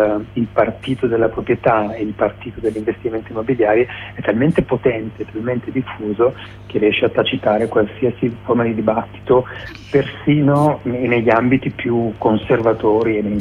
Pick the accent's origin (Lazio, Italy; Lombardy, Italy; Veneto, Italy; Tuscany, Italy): Veneto, Italy; Venice; moved away; sono di origine locale, sono veneziano di origine, seguo quello che succede nella mia ex città natale